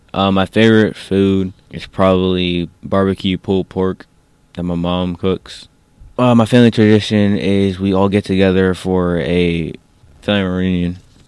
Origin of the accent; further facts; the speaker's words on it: Pittsburgh, Pennsylvania, United States; born there; I'm 16 years old and I attend Holy Family Academy. I was born in Pittsburgh